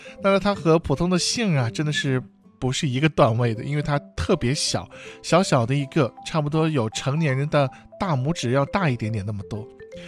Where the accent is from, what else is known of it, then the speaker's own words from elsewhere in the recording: Xinjiang, China; moved away; 我的家乡新疆